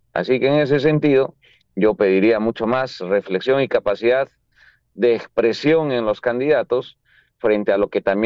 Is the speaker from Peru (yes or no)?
yes; Peru; quienes nos lo dieron la lección son nuestros padres, los incas